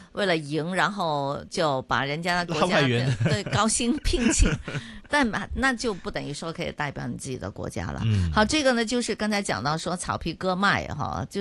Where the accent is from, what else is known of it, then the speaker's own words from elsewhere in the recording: China; 我们中国人